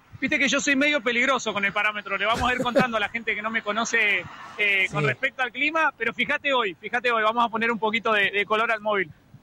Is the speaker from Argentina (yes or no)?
yes; Patagonia, Argentina; Soy hombre patagónico